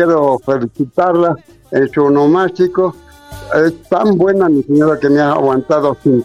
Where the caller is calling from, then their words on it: La Paz, Bolivia; La zona de Sopocachi.